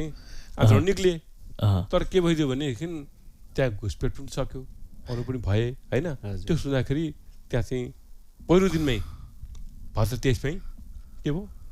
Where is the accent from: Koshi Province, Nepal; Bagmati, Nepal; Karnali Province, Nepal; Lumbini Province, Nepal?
Bagmati, Nepal; Kathmandu; म नेपालको काठमाडौँको पनि भानेश्वर